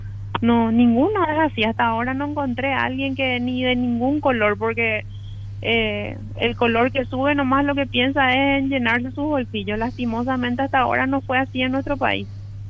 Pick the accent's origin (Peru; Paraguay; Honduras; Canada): Paraguay; yo no soy de Asunción, pero bueno, es nuestra capital y es donde más estamos. Trabajo en Asunción